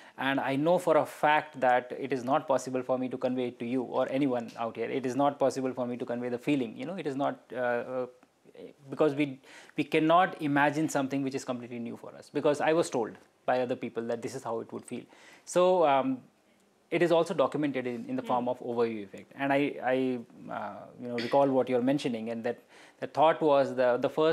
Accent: Lucknow, Uttar Pradesh, India; now in Delhi, India; Then I'm from Lucknow, sitting here in Delhi, right?

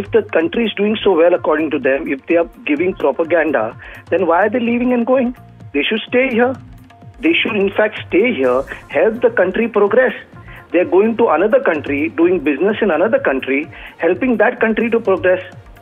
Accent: India; I'm an Indian, I love my country, and I love being here.

